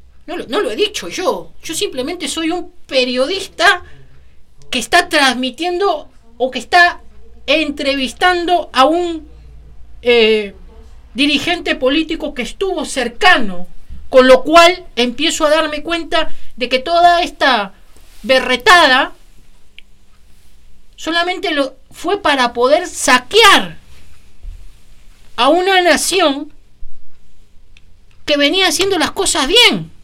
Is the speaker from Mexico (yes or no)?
no; Argentina; Y lo digo como argentino.